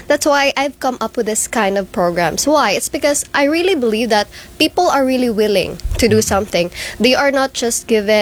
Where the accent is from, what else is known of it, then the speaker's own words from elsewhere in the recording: Philippines; it to resonate as Filipinos.